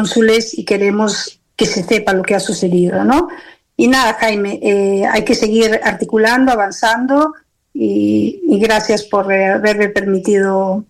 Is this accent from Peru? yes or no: yes; Peru; now in Milan, Italy; Nosotros como peruanos en el exterior hemos defendido el voto